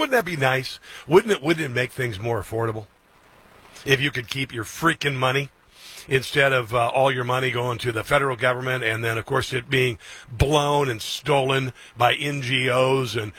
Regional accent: Midwest, United States; I'm from the Midwest, the heartland.

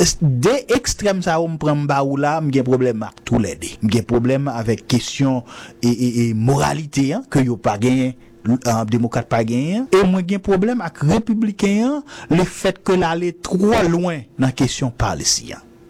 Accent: Haiti; Mais haïtiens sont peuple qui est très conservateur.

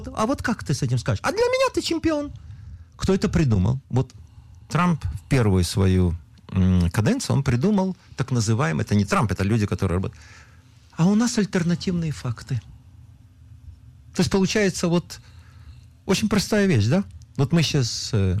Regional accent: Lviv, Lviv Oblast, Ukraine; born there; moved away; Я приехал из Советского Союза, из города Львова, там я родился.

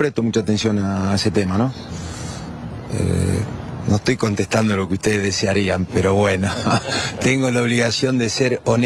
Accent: Argentina; Nosotros somos argentinos, ¿viste?

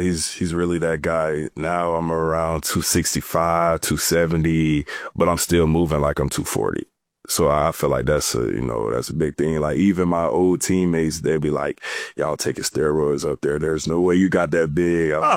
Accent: Birmingham, Alabama, United States; also born or lived in Hoover; No, I'm from Birmingham originally, but I moved to Hoover.

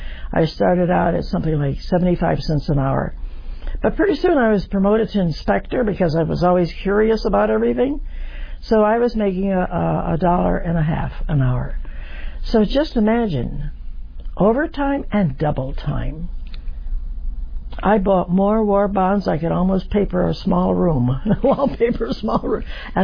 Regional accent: West Virginia, United States; born there; And I said, well, I was born in West Virginia, so she wanted to know the subject.

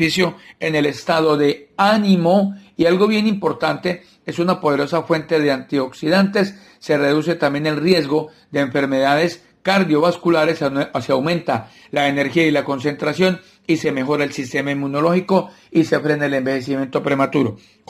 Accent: Colombia

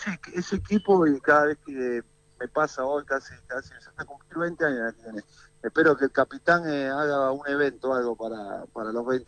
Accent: Argentina; yo quería que Argentina sea campeón, como muchos argentinos

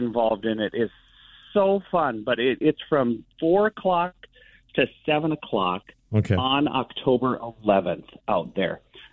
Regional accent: Minnesota, United States; accent: Minnesotan

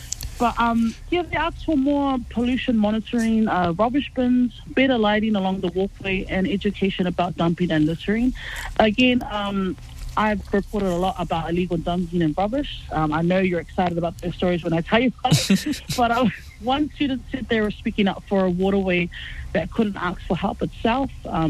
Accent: Otara, Auckland, New Zealand; I know we're both from Otara, no bias

